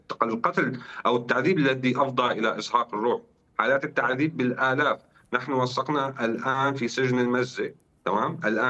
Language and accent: Arabic; Syria; ولا نرى نحن كسوريين